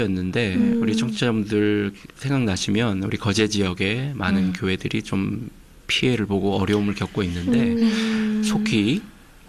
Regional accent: Geoje, South Gyeongsang, South Korea; moved away; 일단은 제 고향이 거제거든요.

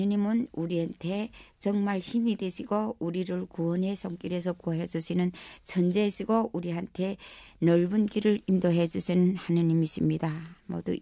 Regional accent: North Korea; 나는 북한 사람이고 내가 친구입니다.

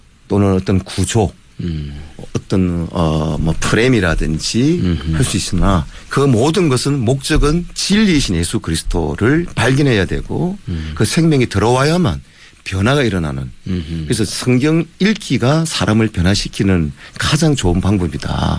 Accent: Busan, South Korea; also born or lived in Masan; 태어난 곳은 마산인데 삶의 어떤 뭐 무슨 생활을 끄는 부산이었다 보니까

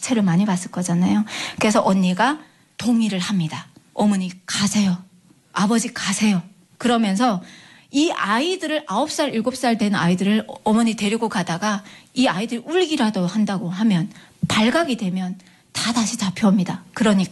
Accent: North Korea; now in South Korea; 우리는 무슨 죄를 지어서 고향을 등지고 타국에 나와서 유리방황하면서

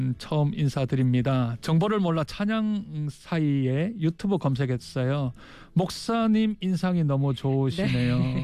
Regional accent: Gyeongsang, South Korea

